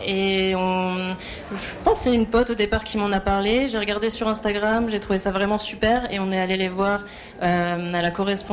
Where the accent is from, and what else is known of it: Grenoble, Auvergne-Rhône-Alpes, France